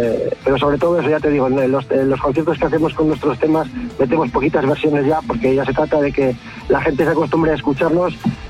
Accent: Bilbao, Basque Country, Spain; nosotros somos todos somos de Bilbao, menos nuestra nueva incorporación, que es Borja, que es de Guecho, y bueno, sí que nos hace ilusión, porque además somos todos del barrio de Indautxu

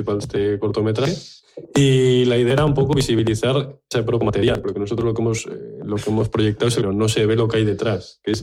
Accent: Getxo, Basque Country, Spain; soy de Algorta, entonces y vivo cerquita de aquí

